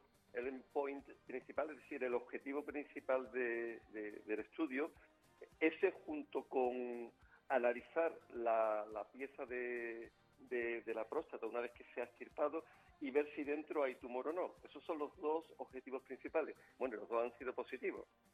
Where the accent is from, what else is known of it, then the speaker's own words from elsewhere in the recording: Spain; soy el único español que aparece.